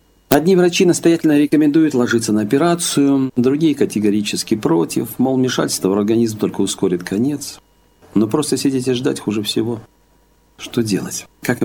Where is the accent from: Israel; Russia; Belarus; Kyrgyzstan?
Belarus; moved away; Узнав, что я из Беларуси